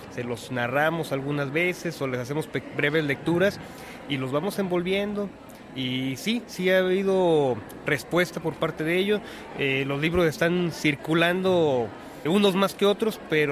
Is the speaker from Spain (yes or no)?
no; Lagos de Moreno, Jalisco, Mexico; soy de Lagos de Moreno, Jalisco.